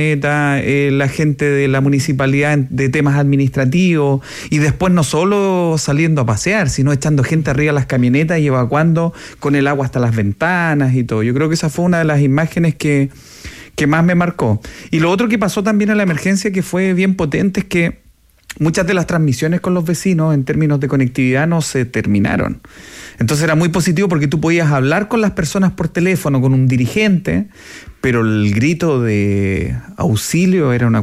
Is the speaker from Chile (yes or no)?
yes; Coquimbo, Chile; born there; Yo me acuerdo que cuando era chico iba al campo en Coquimbo